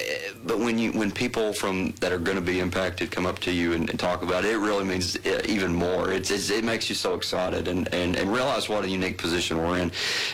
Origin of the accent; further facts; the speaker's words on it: Rockcastle County, Kentucky, United States; now in Garrard County, United States; I'm married into Garrett County, but I'm from Rockcastle.